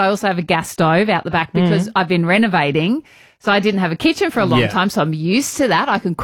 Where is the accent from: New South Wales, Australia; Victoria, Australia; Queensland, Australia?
Queensland, Australia; growing up in Queensland, we've had massive storms and stuff before.